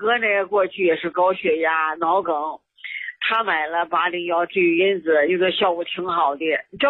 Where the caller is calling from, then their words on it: Baoding, Hebei, China; 我是河北保定这儿的。